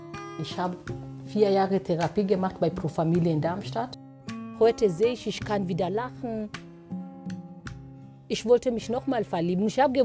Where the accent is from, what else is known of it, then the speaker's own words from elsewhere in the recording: Kenya; German is a second language; now in Germany; Viele verstehen auch nicht, dass Afrika ein Kontinent ist. Wir haben verschiedene Länder. Ich komme aus Kenia.